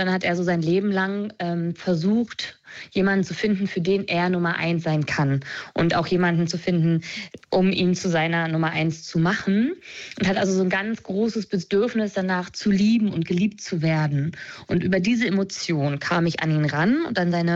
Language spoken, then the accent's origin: German; Lusatia, Germany; Also ich komme ja aus der Lausitz